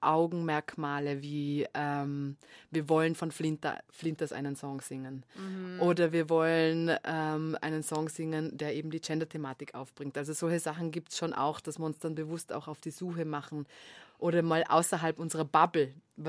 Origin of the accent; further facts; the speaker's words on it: Vorarlberg, Austria; now in Vienna, Austria; ich komme ja aus Vorarlberg